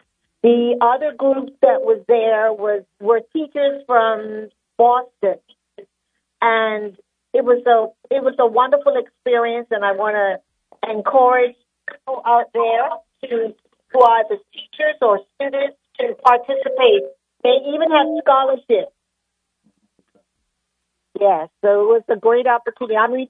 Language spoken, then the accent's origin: English; Bermuda; I was from Bermuda